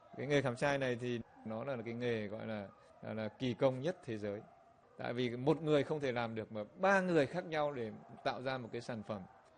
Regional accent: Hanoi, Vietnam; born there

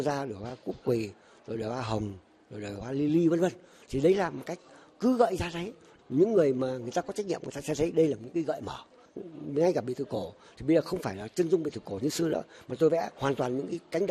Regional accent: Da Lat, Lam Dong, Vietnam; nhưng tiêu chung mình là người Đà Lạt.

